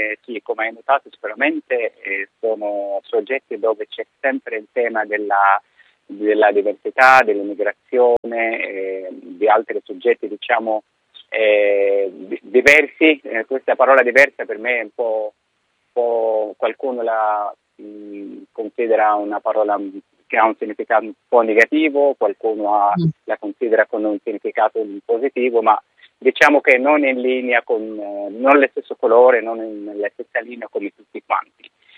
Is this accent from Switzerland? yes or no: no; Egypt; born or raised there; Italian is a second language; moved away as an adult; now in Italy